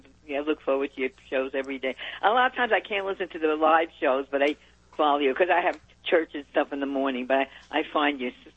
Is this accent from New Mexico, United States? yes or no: no; New Jersey, United States; We're both from New Jersey, too. Mm-hmm. Even though I wasn't born there, but I lived there for over 20 years.